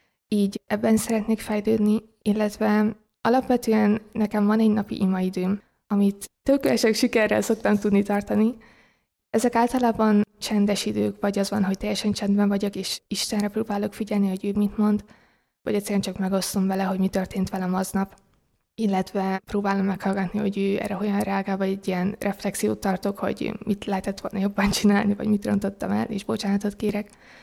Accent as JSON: {"language": "Hungarian", "town": "Kaposvár", "region": "Somogy", "country": "Hungary", "tie": "born there", "lives_now": "Budapest, Hungary", "said": "Kaposváron erre annyira nem volt lehetőség, mivel ott születtem, és amikor felköltöztem Budapestre egyetemre"}